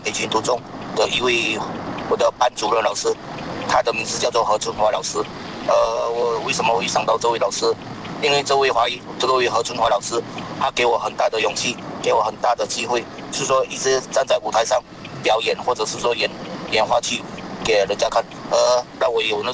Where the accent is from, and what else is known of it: Johor, Malaysia